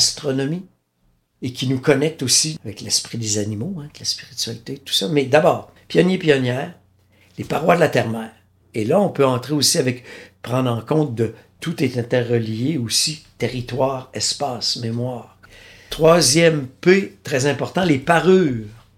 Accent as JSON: {"language": "French", "town": "Wendake", "region": "Quebec", "country": "Canada", "said": "Ah, par exemple, chez nous, à Wendake, on défend beaucoup la présence de Zacharie Théarolin-Vincent comme un pionnier version Beaux-Arts au 19e siècle."}